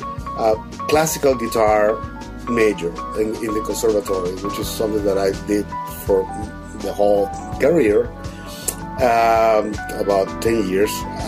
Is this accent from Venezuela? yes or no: yes; Venezuela; I'm from Venezuela